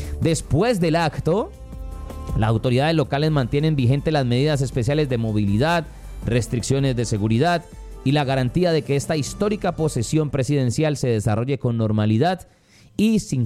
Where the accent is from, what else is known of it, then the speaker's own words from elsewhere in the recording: Cali, Valle del Cauca, Colombia; Y como caleños, lejos de todo lo que tenga que ver con el tema pues político, lo único que podemos hacer es decirles desde aquí, desde la ciudad de Santiago de Cali